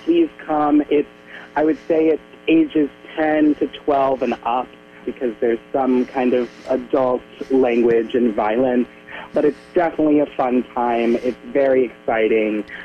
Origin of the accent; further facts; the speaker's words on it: Asheville, North Carolina, United States; I grew up in and around the Asheville area, doing theater in and around Asheville, primarily as an actor.